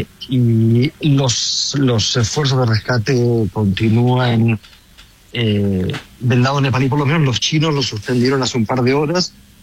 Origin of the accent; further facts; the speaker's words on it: Buenos Aires, Argentina; moved away; Bueno, mi madre es española y yo me fui de Buenos Aires hace casi 30 años, sí.